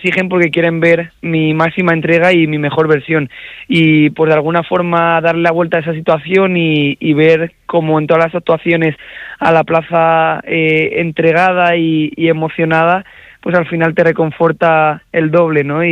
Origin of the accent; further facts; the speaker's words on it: Salamanca, Castile and León, Spain; como salmantino pues es lo más grande que te puede pasar.